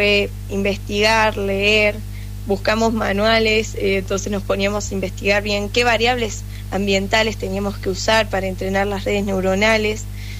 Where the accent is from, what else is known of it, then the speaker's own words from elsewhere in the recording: Villa Carlos Paz, Córdoba, Argentina; yo soy de Carlos Paz y vivo muy cerca de lo que sería la ruta a Córdoba.